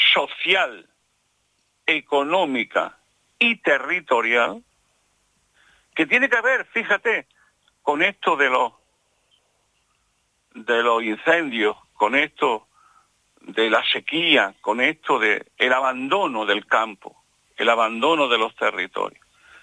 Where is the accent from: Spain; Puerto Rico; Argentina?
Spain; Jaén, Andalusia; Yo soy de Jaén